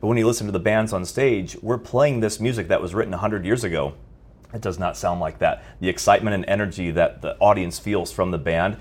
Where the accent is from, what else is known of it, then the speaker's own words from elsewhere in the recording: Davenport, Iowa, United States; I'm from Davenport, Iowa